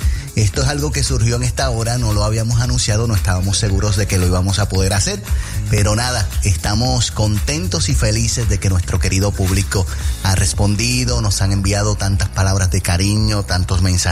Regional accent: Puerto Rico; Yo que soy boricua

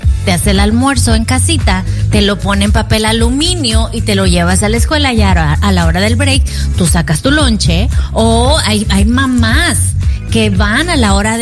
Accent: Mexico; moved away; yo estoy aquí mexicana

